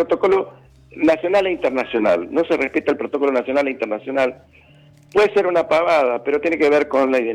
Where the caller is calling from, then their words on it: General Fernández Oro, Río Negro, Argentina; de General Fernández Oro, Río Negro.